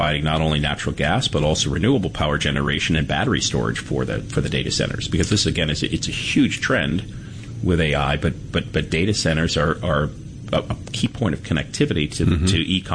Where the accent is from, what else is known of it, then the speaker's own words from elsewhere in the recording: Pennsylvania, United States; So think Three Mile Island in my home state of Pennsylvania.